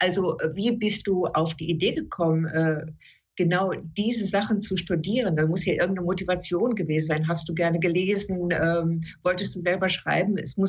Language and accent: German; North Rhine-Westphalia, Germany; Ich komme ja aus dem Ruhrgebiet